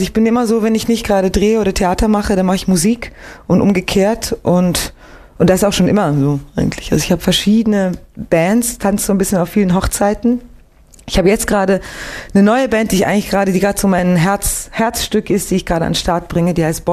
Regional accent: Winterthur, Zurich, Switzerland; Ich bin geboren in Winterthur, im Kanton Zürich, so 20 Minuten von Zürich entfernt, geboren und aufgewachsen.

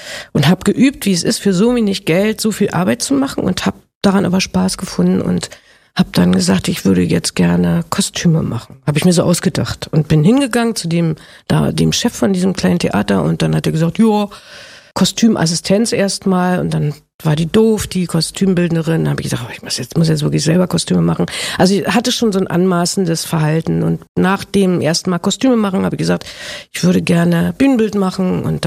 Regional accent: Berlin, Germany

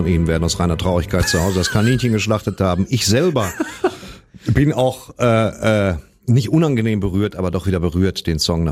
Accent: western Germany, Germany; Ich komme aus dem Westen

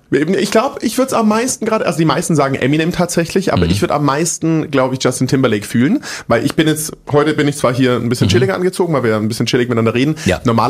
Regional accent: Großbottwar, Baden-Württemberg, Germany; Ich bin wirklich mit allem drum und dran, glaube ich, der Vorzeigeschwabe. Genau. Ich bin in Stuttgart geboren, bin in so einem Kaff aufgewachsen, das heißt Großbottwar.

